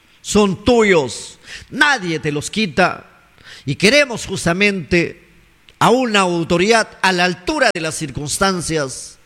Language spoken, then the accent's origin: Spanish; Cajaruro district, Amazonas, Peru; los destinos de mi pueblo, del distrito de Cajaruro